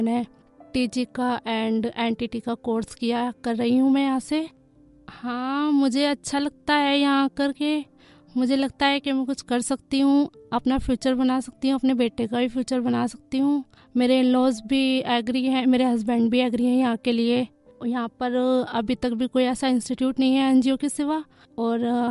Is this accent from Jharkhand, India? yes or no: no; Agra, Uttar Pradesh, India; मैं आगरा से बिलोंग करती हूँ।